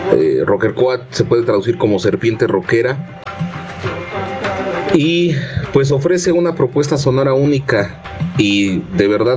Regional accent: Mexico; nuestras raíces como pueblo mexicano.

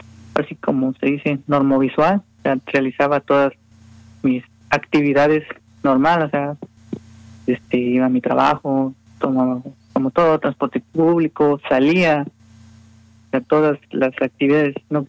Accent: Costa Rica; soy orgullosamente costarricense

